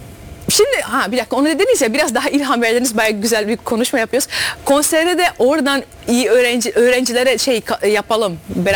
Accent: Netherlands; born there; Turkish is a second language; also born or lived in Turkey; Benim annem 7 yaşındayken Hollanda'ya geldi.

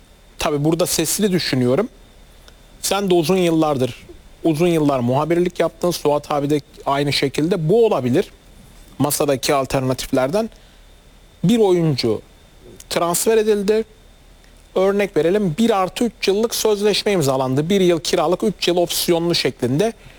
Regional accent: Adana, Turkey; benim memleketim Adana Demirspor.

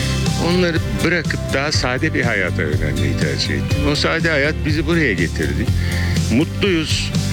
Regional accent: Ankara, Turkey; born there; 1961 Ankara doğumluyum. Ankara Koleji ve Gazi Üniversitesi mezunum. 40 yaşından sonra tarıma merak sardım.

